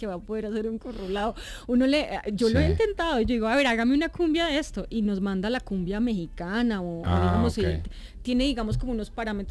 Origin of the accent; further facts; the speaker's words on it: Tunja, Boyacá, Colombia; also born or lived in San Gil, Santander; now in Bogotá, Colombia; Pero vivo allá hace muchos años en Bogotá. Me crié en Tunja.